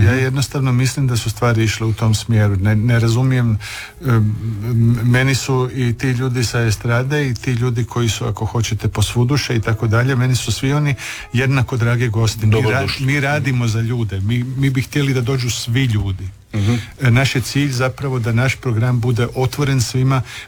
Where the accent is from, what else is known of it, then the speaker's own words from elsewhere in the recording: Croatia; Ja radim filmove, ja dolazim iz Hrvatske.